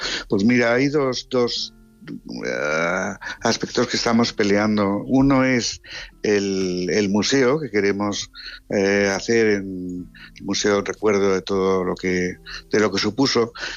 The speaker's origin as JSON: {"language": "Spanish", "town": "Madrid", "region": "Community of Madrid", "country": "Spain", "tie": "born there", "said": "pero yo nací, cuando mis padres se vinieron, ya nací en Madrid."}